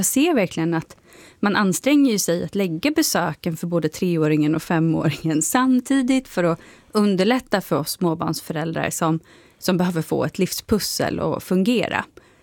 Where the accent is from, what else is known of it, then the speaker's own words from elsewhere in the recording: Torsåker, Gävleborg County, Sweden; now in Uppsala, Sweden; det utrymmet fanns inte alls där jag kom ifrån, Torsåker och Hofors kommun. För där har ju Socialdemokraterna och Vänsterpartiet haft majoritet sedan demokratin.